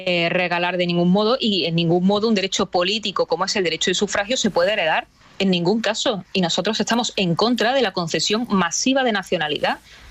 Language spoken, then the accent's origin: Spanish; Spain; como españoles que somos